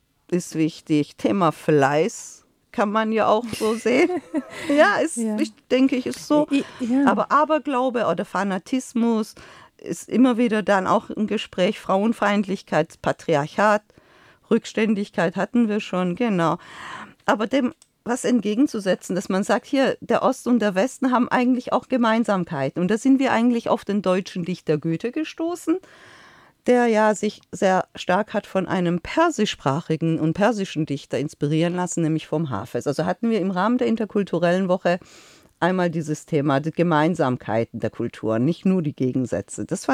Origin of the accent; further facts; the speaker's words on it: Iran; also uns hat, also mir persönlich als Iranerin hat die Anteilnahme sehr gefehlt.